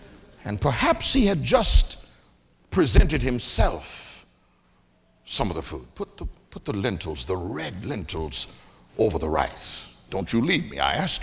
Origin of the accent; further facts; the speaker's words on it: Mobile, Alabama, United States; I'm from Mobile, Alabama. We are surrounded by water. So water is second nature to me.